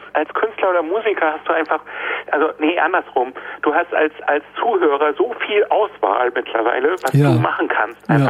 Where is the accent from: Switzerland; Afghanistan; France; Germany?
Germany; Darmstadt, Hesse; born there; also born or lived in Freiburg; Ich bin mit acht bin ich nach Darmstadt gekommen dann. Also da sind wir umgezogen mit unserer Familie und aber ich bin also wirklich aufgewachsen in Freiburg und Grundschule noch gegangen